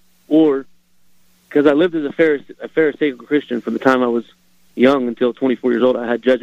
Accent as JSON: {"language": "English", "town": "Amarillo", "region": "Texas", "country": "United States", "said": "My question, I'm from Amarillo."}